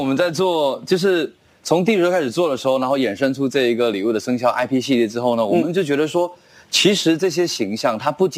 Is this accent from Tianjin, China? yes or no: no; Quanzhou, Fujian, China; 这就是我家乡有的